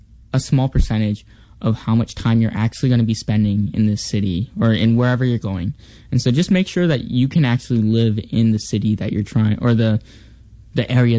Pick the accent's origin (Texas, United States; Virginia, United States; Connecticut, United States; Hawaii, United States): Hawaii, United States; Waipahu; moved away as an adult; now in Boston, United States; I'm from Waipahu. I graduated from Roosevelt High School, and I'm currently finishing up my last year here at Berklee College of Music here at Boston.